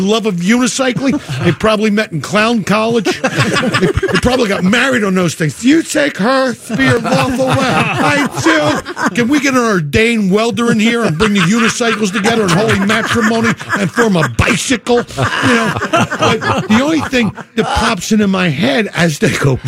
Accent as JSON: {"language": "English", "town": "Philadelphia", "region": "Pennsylvania", "country": "United States", "said": "I'm from Philly"}